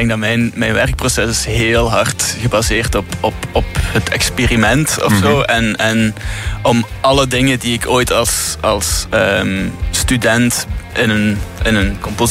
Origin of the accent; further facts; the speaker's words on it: Limburg, Belgium; Dat is een thuismatch. Ik ben van Limburg. Ik ben daar opgegroeid.